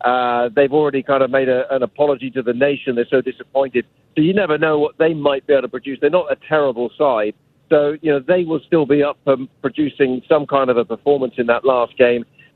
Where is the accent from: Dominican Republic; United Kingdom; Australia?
United Kingdom; England; now in United States; I say that as an Englishman, you know, who now lives and works in America